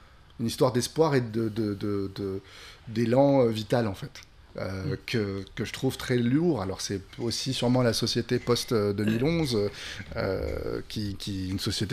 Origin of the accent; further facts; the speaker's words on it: France; now in Tunisia; je suis français aussi, mais je suis tunisien, je suis là depuis un an, j'apprends l'arabe parce que je l'ai jamais parlé à la maison